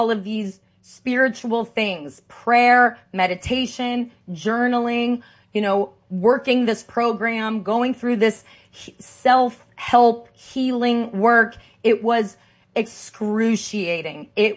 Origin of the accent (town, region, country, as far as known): Santa Monica, California, United States; born or raised there